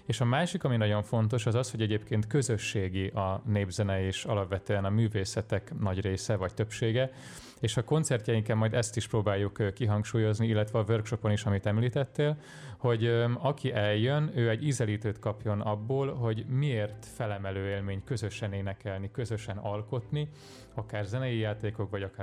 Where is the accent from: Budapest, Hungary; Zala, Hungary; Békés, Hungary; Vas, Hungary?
Zala, Hungary; moved away; én magam is egy zalai kisfaluból származom